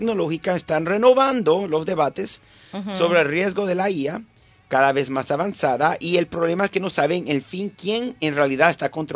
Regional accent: Venezuela; moved away; Es que yo como venezolano

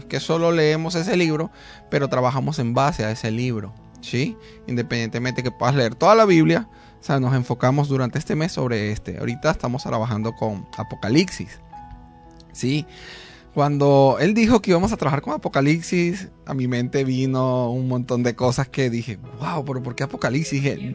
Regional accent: Venezuela

